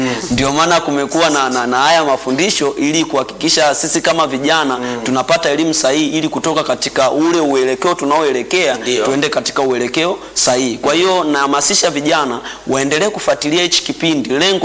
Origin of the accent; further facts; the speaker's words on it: Morogoro, Tanzania; natokea mkoani Morogoro.